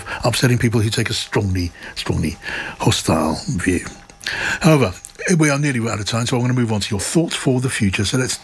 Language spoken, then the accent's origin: English; England, United Kingdom; I'm mixed race. My family came to this house into this country in the mid-50s, and I'm English and I'm British.